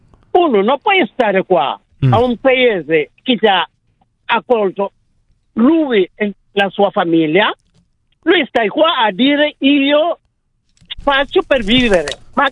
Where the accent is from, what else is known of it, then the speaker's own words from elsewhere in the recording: Senegal; Io sono senegalese, sono nato in Senegal, dipinto di nero.